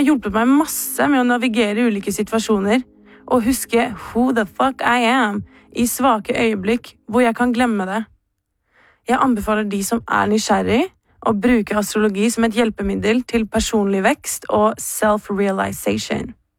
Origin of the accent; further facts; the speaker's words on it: Trondheim, Trøndelag, Norway; Men jeg skulle jo aldri flytte tilbake til hjembyen min. I need to get the fuck out of here. Mitt ufrivillige opphold i Trondheim 2020 ble starten på en lang periode av å finne meg selv på nytt.